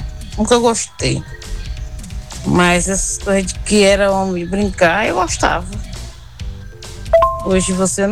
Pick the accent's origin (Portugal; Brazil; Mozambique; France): Brazil; Eu fui criada aqui na Vila Nova, moço.